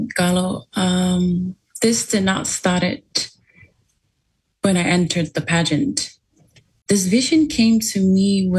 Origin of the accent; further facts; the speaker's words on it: Vava'u, Tonga; and I hail all the way from the Kingdom of Tonga, originally from my paradise home, Ova'u, also known as Kololo Alai Walu.